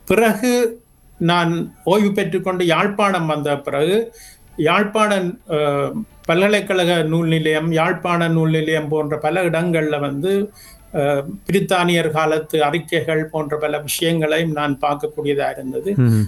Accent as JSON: {"language": "Tamil", "town": "Jaffna", "region": "Northern Province", "country": "Sri Lanka", "tie": "born or raised there", "moved": "yes", "lives_now": "Canada", "said": "நான் பிறந்து வளர்ந்தது வண்ணார்பண்ணையில். வண்ணார்பண்ணையில் நீங்கள் பார்த்தீங்கன்னு சொன்னால் நிறைய பழங்காலத்து வீடுகள் எல்லாம், அந்த காலத்தில் நிறைய பழங்காலத்து வீடுகள் இருந்தது அந்த ஏரியாவில்."}